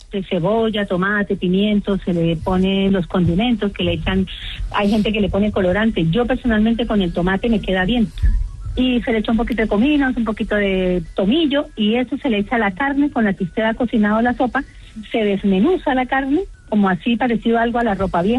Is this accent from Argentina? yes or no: no; Colombia; now in Cádiz, Spain; Yo soy colombiana.